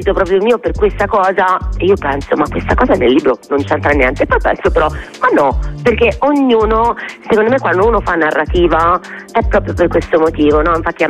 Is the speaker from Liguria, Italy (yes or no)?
no; Tuscany, Italy; accent: not proper Tuscan; il mio accento non è toscano buono, però io sono, secondo me, nel guardare le cose molto toscana